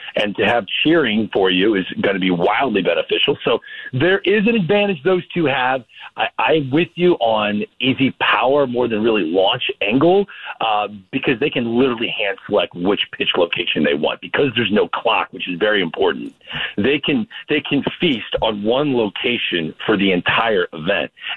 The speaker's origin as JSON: {"language": "English", "town": "St. Louis", "region": "Missouri", "country": "United States", "said": "I know I'm from St. Louis. People are going to say there's a bias"}